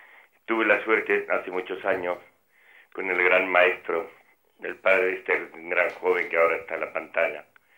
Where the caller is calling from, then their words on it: Barcelona, Catalonia, Spain; De Barcelona